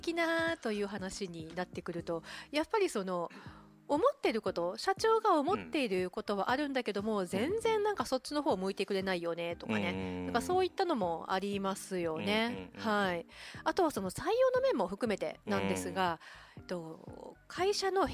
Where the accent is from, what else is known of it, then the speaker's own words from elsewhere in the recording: Kochi, Japan; born there; moved away as an adult; now in Okinawa, Japan; 私は高知県の生まれで、うん、今沖縄に住んで、20年目、うんうん、24歳の時に沖縄に来たんで